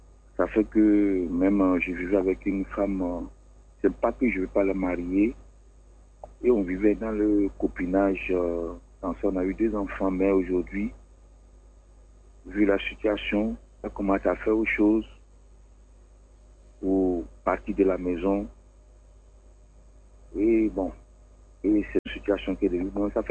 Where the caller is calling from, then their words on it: Abidjan, Côte d’Ivoire; J'appelle de Angré Nouveau Suivant